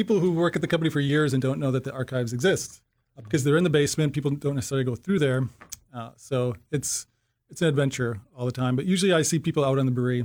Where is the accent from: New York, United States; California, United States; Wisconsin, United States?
Wisconsin, United States; Waukesha; also born or lived in Madison / Chicago / Pittsburgh; now in Milwaukee, United States; Well, I am from southeastern Wisconsin. I grew up in Waukesha. I went to UWM for my undergrad. Eventually moved away. Lived in Madison and Chicago and Pittsburgh, acquiring some education along the way. Moved back to Milwaukee in 2012